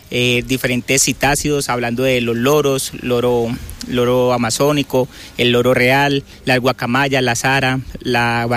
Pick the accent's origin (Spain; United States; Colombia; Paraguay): Colombia; Meta